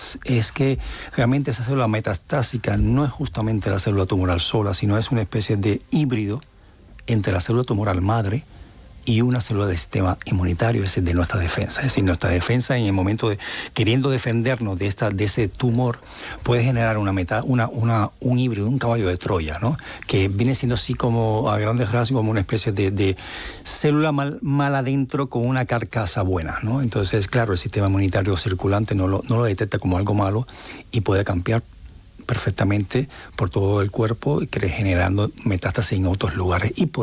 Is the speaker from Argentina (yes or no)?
no; Cuba; O sea, yo soy cubano